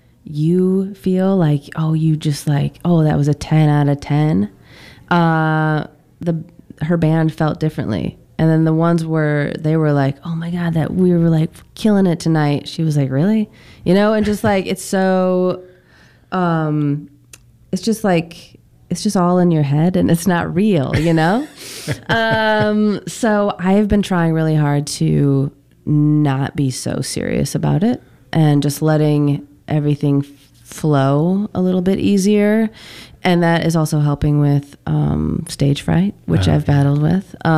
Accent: Michigan, United States; Michigan, my home state.

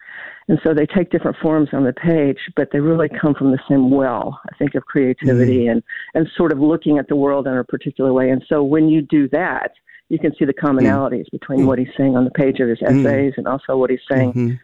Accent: Kentucky, United States; accent: Kentucky; You see, hear my Kentucky accent coming through.

